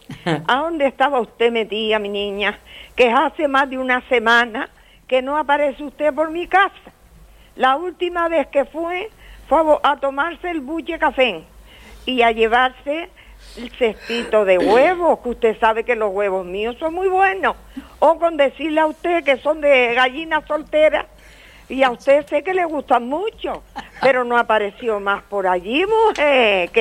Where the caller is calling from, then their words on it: Teror, Canary Islands, Spain; la de Teror.